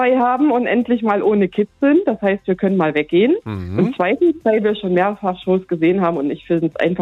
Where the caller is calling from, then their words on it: Jena, Thuringia, Germany; Ich komme aus Jena